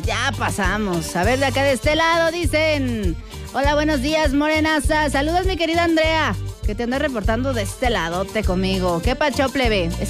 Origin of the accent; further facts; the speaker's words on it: San Juan del Río, Querétaro, Mexico; de San Juan del Río.